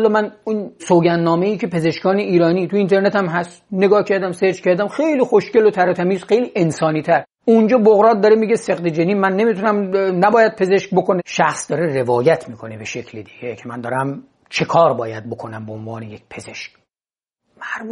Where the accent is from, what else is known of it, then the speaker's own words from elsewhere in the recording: Gilan, Iran; من به عنوان یک گیلانی چشم باز کردم